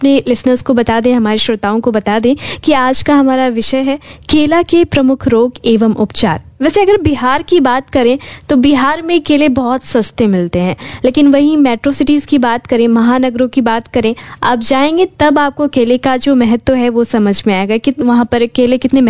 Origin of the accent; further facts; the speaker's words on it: Bihar, India; हमारा सौभाग्य है कि हम बिहारी हैं और बिहार में बहुत ही अच्छे तरीके से इसकी इसके लिए उपयुक्त जलवायु